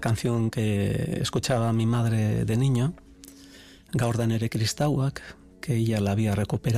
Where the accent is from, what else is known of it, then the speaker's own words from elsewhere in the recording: Ordizia, Basque Country, Spain; born there; first language Basque; Spanish is a second language; nací en Villafranca de Oria, que luego se convirtió en Villafranca de Ordizia y hoy es Ordizia.